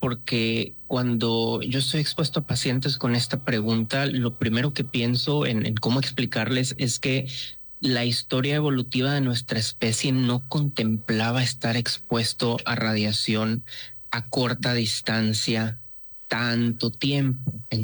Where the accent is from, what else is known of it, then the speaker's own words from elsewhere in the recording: Reynosa, Tamaulipas, Mexico; also born or lived in Monterrey; soy de Reynosa, Tamaulipas.